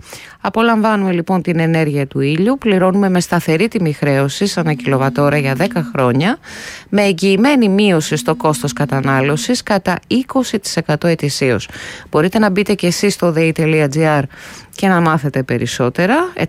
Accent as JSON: {"language": "Greek", "region": "Central Macedonia", "country": "Greece", "moved": "yes", "said": "όποτε βρίσκομαι στην πατρίδα μου πάνω, στη Χαλκιδική"}